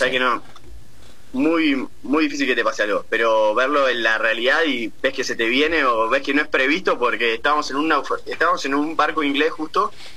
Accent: Argentina; somos argentinos y civiles

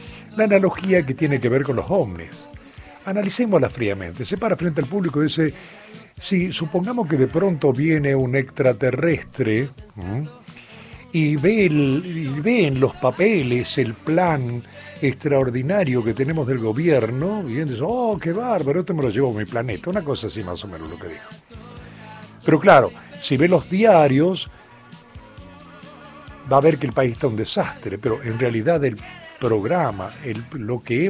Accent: Argentina; como los argentinos, hasta donde yo sé, no somos extraterrestres, sino bastante terráqueos

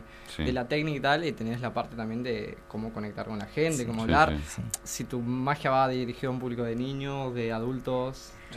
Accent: Candelaria, Misiones, Argentina; Yo vengo de Candelaria, por cierto, y quizás, no sé si, no solamente pasa en Candelaria, creo que en general en Misiones, es un arte que por ahí no se ve mucho.

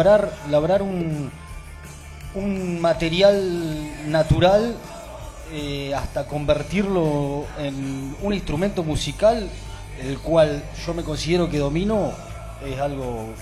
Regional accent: Argentina; nosotros somos argentinos

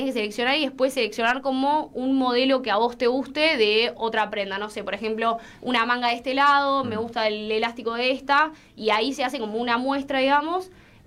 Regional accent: Trelew, Chubut, Argentina

